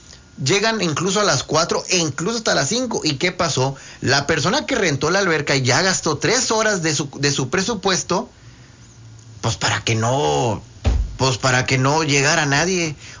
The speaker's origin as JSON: {"language": "Spanish", "country": "Mexico", "said": "como mexicanos tenemos que volver a confirmar ese sí"}